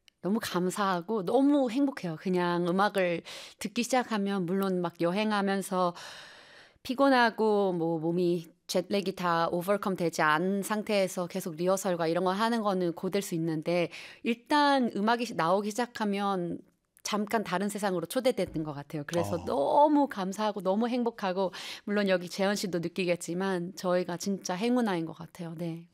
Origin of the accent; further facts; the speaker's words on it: South Korea; 우린 한국인이니까